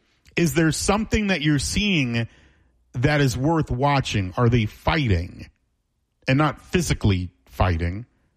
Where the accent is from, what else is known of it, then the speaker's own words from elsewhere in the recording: Florida, United States; I grew up in South Florida. I have lived in South Florida my entire life. I'm here in South Florida much of the year.